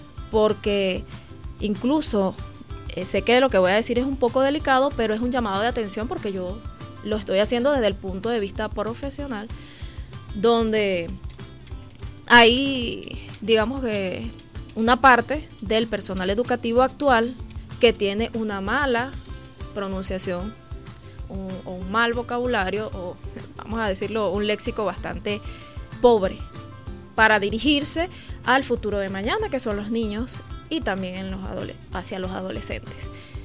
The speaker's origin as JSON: {"language": "Spanish", "country": "Venezuela"}